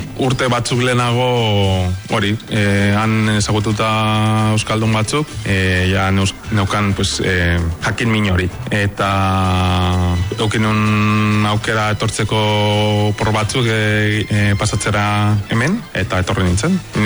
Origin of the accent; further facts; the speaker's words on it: Veracruz, Mexico; Basque is a second language; moved away as an adult; also born or lived in Mexico City; now in Basque Country, Spain; nire amaren familia da Mexikoko Igualdekoa, Veracruzekoa, eta nire hartzaroa hor Veracruzen pasatu nun.